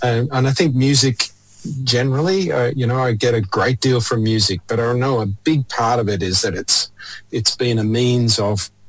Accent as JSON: {"language": "English", "town": "Sydney", "region": "New South Wales", "country": "Australia", "tie": "born or raised there", "also_born_or_lived": "Bourke", "said": "the system that we grew up in Sydney"}